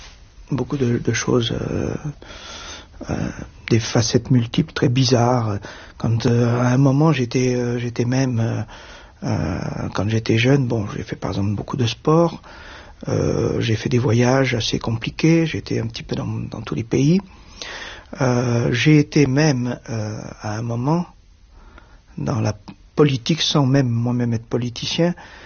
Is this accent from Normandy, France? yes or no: no; Nice, Provence-Alpes-Côte d'Azur, France; born there; Je suis né à Nice, d'un père d'origine espagnole, d'une mère française.